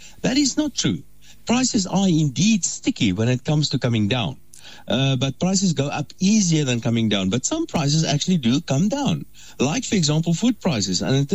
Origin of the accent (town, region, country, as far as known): South Africa